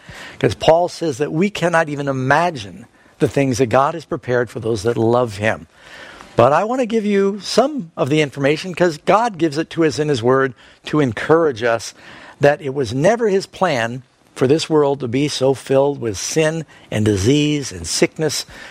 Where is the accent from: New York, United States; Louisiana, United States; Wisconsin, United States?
New York, United States; New York City; moved away; also born or lived in Miami / Los Angeles; I grew up in Manhattan, lived in Miami, Los Angeles.